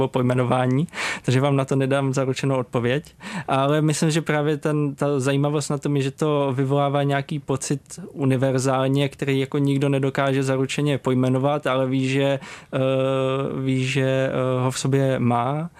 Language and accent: Czech; Jablonec nad Nisou, Liberec Region, Czechia; Asi úplně na začátku bylo to, že jsem vyrůstal v Jablonci nad Nisou, což je hezké město, rád se tam vracím